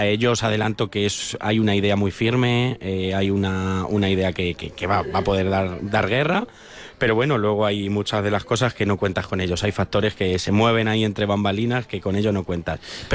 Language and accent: Spanish; Spain; por lo menos como buen español celebrarlo con una fiesta